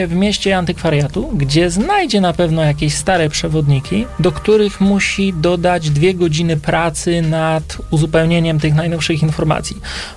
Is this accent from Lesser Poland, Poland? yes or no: no; Kielce, Świętokrzyskie Voivodeship, Poland